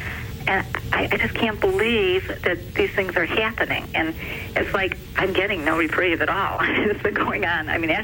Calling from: Livonia, Michigan, United States; I'm calling from Livonia, Michigan

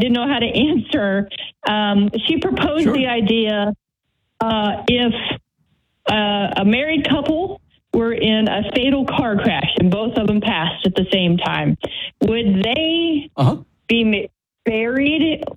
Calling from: Cairo, Ohio, United States; We're calling around from the Delphus area.

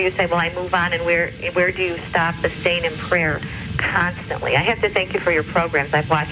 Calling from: Chicago, Illinois, United States

